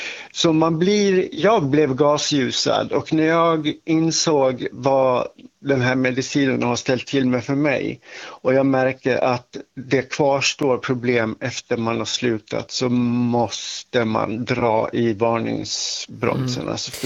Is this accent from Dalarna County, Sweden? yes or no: yes; Dalarna County, Sweden; accent: västerdalska; jag kommer från Dalarna, så jag och pratar västerdalska